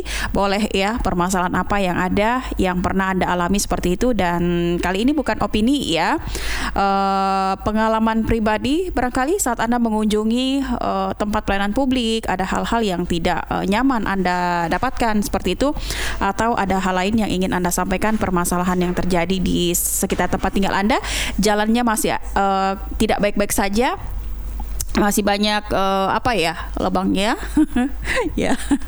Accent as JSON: {"language": "Indonesian", "town": "Nunukan", "region": "North Kalimantan", "country": "Indonesia", "tie": "born or raised there", "lives_now": "Jayapura, Indonesia", "said": "Ya, assalamualaikum dari Jayapura, Papua. Lahir besar di Nunukan."}